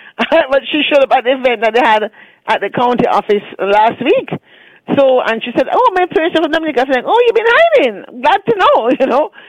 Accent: Jamaica; going to high school in Jamaica

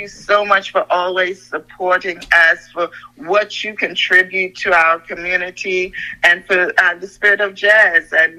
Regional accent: Trinidad & Tobago; born there; moved away; I was born in Trinidad.

